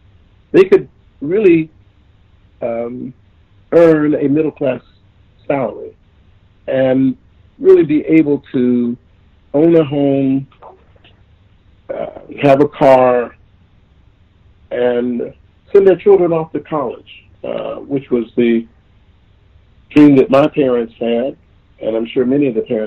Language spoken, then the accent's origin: English; Aliquippa, Pennsylvania, United States; I was born and raised in a town called Aliquippa, Pennsylvania, which was about 14, 15 miles outside of Pittsburgh. And it was noted for as a steel mill town.